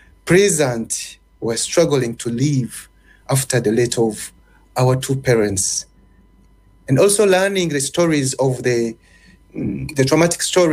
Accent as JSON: {"language": "English", "area": "Luwero District", "region": "Central Region", "country": "Uganda", "moved": "as an adult", "said": "as I've been introduced. I come from Uganda, from Luwero Triangle, from Luwero District."}